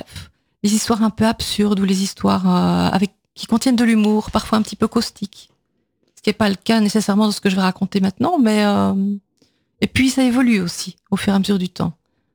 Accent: Namur, Wallonia, Belgium; Oui, oui. Donc, ils sont un petit peu moins connus que moi, mais. Oui, donc je viens de Namur.

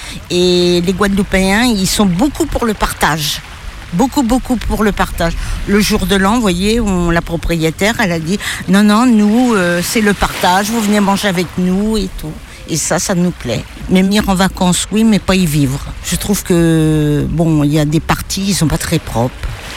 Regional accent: Narbonne, Occitanie, France; mon mari c'est Patrick, et je viens de Narbonne, à côté de Narbonne.

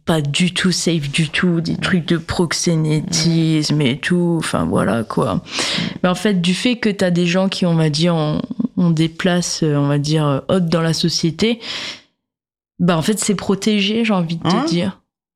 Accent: Hauts-de-France, France; Bah, je viens du Nord, j'aime bien tout ce qui est houblonné et tout

